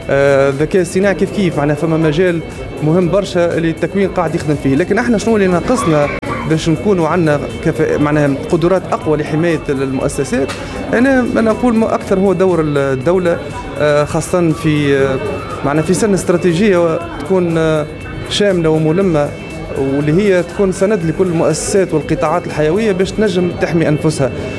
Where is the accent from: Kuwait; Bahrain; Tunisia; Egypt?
Tunisia; من نقاط القوة اللي عندنا في تونس